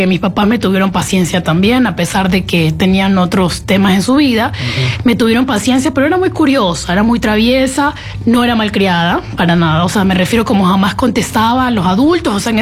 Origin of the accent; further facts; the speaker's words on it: Guayaquil, Guayas, Ecuador; moved away; also born or lived in Quevedo, Los Ríos / Quito; yo creo que yo soy un mix, soy entre mamá manaba, papá mateño, nacida en Quevedo de los Ríos, crecí en Guayaquil.